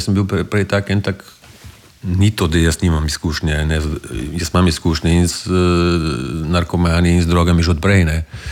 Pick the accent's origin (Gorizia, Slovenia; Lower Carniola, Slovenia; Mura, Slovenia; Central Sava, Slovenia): Gorizia, Slovenia; Tolmin; also born or lived in Idrija / Ljubljana; Ja, odraščal sem v Tolminu potem, ja, do konca osnovne šole, potem so šel v Idrijo v gimnazijo, pa v dijaški dom, pa potem vojska, pa potem Ljubljana, pa tako naprej.